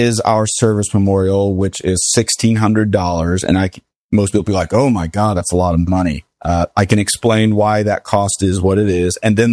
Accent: Fort Worth, Texas, United States; I am from and currently working out of Fort Worth, Texas. I was born and raised here.

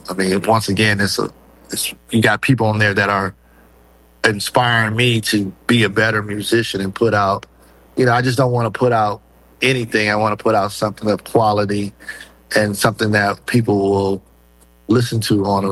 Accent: Los Angeles, California, United States; Yeah. And I'm from Los Angeles. So the area code for Los Angeles is 213.

